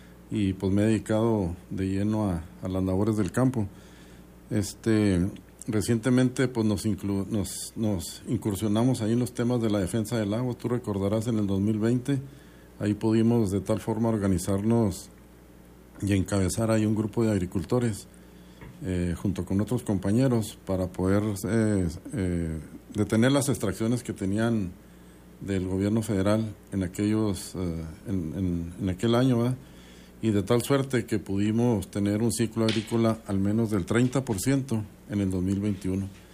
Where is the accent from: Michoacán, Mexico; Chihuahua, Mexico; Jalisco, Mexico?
Chihuahua, Mexico; Estación Consuelo; born there; soy nacido en Estación Consuelo y radico actualmente en la carretera 47